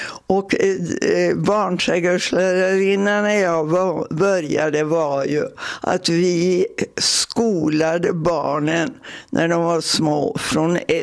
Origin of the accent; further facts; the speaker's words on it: Jämtland County, Sweden; now in Pixbo, Sweden; jag är från Jämtland